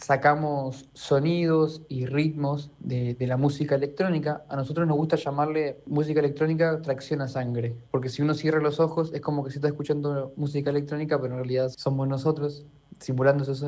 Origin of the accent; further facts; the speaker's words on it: Villaguay, Entre Ríos, Argentina; also born or lived in Santa Fe; Somos de Villaguay, en ese momento estábamos estudiando música en Santa Fe, ahí en el ISM de la UNL.